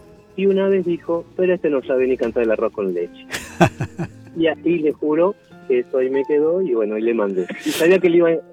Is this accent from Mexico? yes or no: no; San Justo, Argentina; De San Justo, señor.